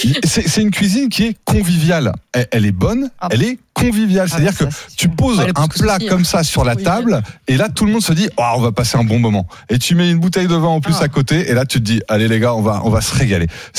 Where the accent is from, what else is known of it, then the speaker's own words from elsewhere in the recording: France; On mange pas des burgers. Nous, on est français.